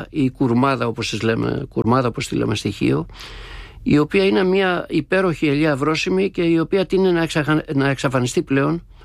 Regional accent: Mesta Didyma, North Aegean, Greece; Το χωριό μου λέγεται Μέσα Διδήμα και είναι κεντρικά της Χιού, τη θάλασσα τη βλέπουμε με το κιάλι.

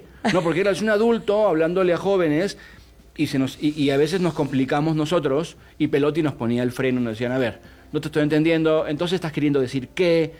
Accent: Argentina

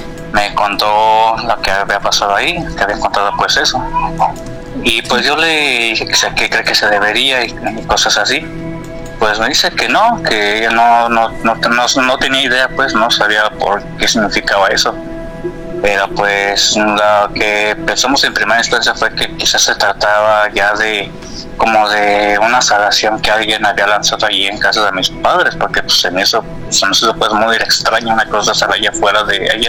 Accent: La Barca, Jalisco, Mexico; moved away as an adult; now in Guadalajara, Mexico; allá en el pueblo donde yo soy, porque pues, de recuerdo soy de allá de La Barca, Jalisco, es un pueblo que está aquí como a hora y media de aquí de Guadalajara

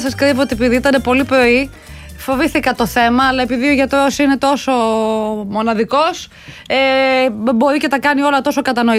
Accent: Peloponnese, Greece; στο χωριό μου, την Πελοπόννησο.

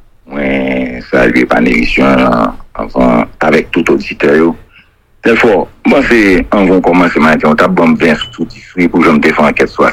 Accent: Haiti; ou même en tant que haïtien, première question pour toujours poser, qui ça qui intéresse d'Haïti?

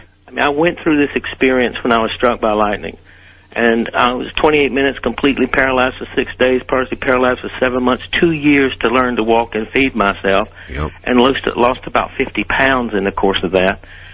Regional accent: Deep South, United States

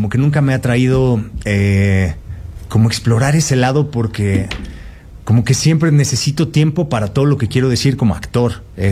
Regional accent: Mexico; yo siempre abierto a llevar lo que somos como mexicanos al resto del mundo.

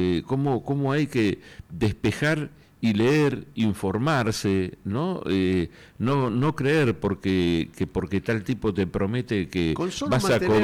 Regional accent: Argentina; Pensemos el bien nuestro y qué nos conviene a nosotros como argentinos, ¿no?

